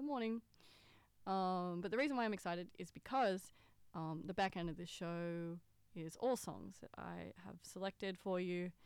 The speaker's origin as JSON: {"language": "English", "town": "Newcastle", "region": "New South Wales", "country": "Australia", "tie": "born or raised there", "said": "I grew up in Newcastle, New South Wales, and so I don't know, I feel like hipsters and indie music was like a big thing back then"}